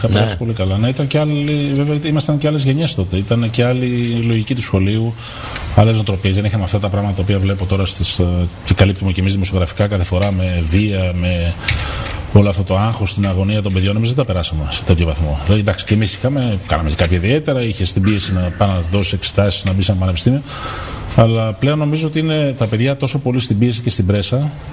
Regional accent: Athens, Attica, Greece; born there; also born or lived in Connecticut, United States; Γεννήθηκα εγώ. Μετά από δύο χρόνια αποφάσισε ο πατέρας μου να γυρίσει στην Ελλάδα

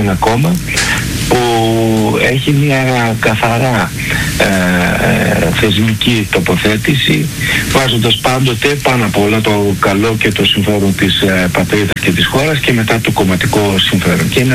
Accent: Arta, Epirus, Greece; Είμαι από την Άρτα, είμαι βουλευτής Άρτας.

